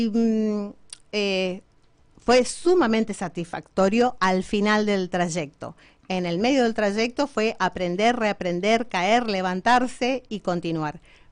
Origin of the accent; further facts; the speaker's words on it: Formosa, Argentina; also born or lived in Raleigh, North Carolina, United States; desde acá, desde Formosa, que es mi terruño al cual amo